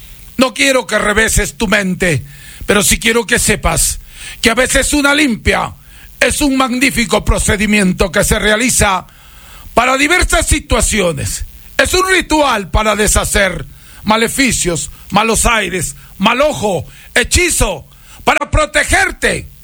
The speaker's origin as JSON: {"language": "Spanish", "town": "Huancabamba", "region": "Piura", "country": "Peru", "tie": "born or raised there", "said": "El membrillo, señor, que traigo de mi tierra natal, las guaringas de Huancabamba, Perú."}